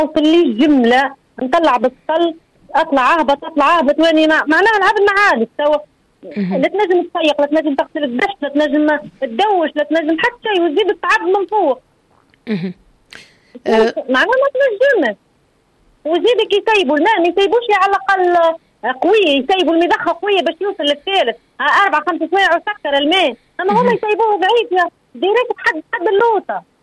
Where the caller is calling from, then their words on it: Sidi Amer, Monastir Governorate, Tunisia; من متساكنات سيدي عامر في العمارة في الثالث